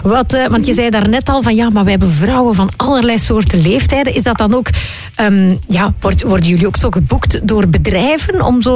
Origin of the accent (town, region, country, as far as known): Mol, Flanders, Belgium; born there